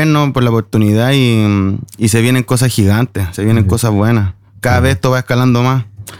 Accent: Viña del Mar, Valparaíso, Chile

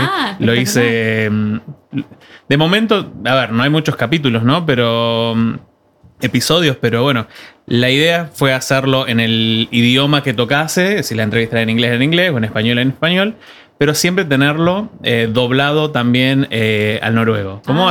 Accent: Tierra del Fuego, Argentina; also born or lived in Tucumán / Rosario; Soy tucumano, me crié en Tierra del Fuego, y después, bueno, en la universidad, donde conocí a mi esposa y demás, en Rosario.

